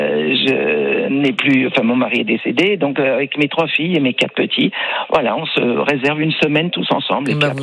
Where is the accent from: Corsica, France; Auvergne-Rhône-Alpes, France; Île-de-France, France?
Île-de-France, France; Dammarie-les-Lys; born there; Je suis née à Damary-les-Lys dans l'école où ma mère enseignait.